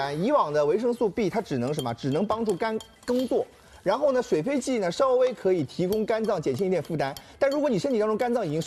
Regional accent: China; 我们中国人过年中秋节的时候

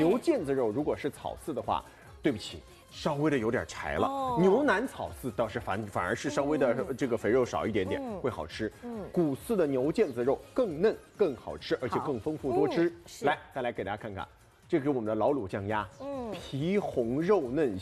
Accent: Shanghai, China

